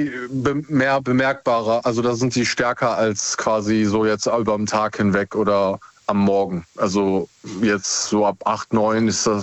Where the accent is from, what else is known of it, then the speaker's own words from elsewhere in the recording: Essen, North Rhine-Westphalia, Germany; Aus Essen.